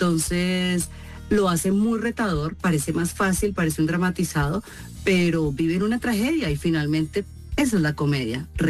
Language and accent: Spanish; Colombia; accent: Colombian; he tenido que bajarle un poco mi tono o a mi acento colombiano y volverlo un poquito más mexicano